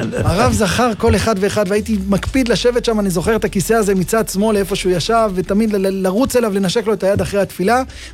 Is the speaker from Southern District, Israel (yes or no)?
no; Jerusalem, Jerusalem District, Israel; born there; אני, ברוך השם, זכיתי שנולדתי בירושלים, כל החי נולדו בחיפה, ההורים שלי הגיעו לירושלים